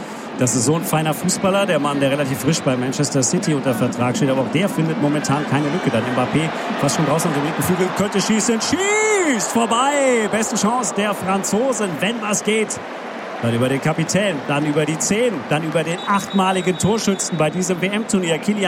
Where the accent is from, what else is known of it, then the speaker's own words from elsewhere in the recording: Freiburg im Breisgau, Baden-Württemberg, Germany; Start in Mulhouse, unmittelbar in der Nähe meiner Heimat Freiburg im Breisgau.